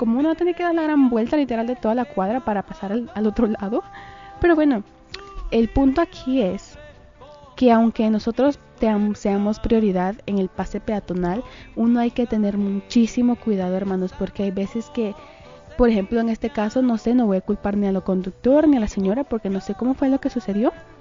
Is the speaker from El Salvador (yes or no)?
yes; El Salvador; todos acá como buenos salvadoreños, buenos latinoamericanos